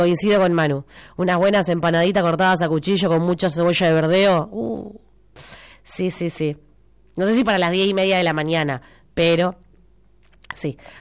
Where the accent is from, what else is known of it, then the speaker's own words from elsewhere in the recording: Argentina; los argentinos somos problemáticos y poco confiables.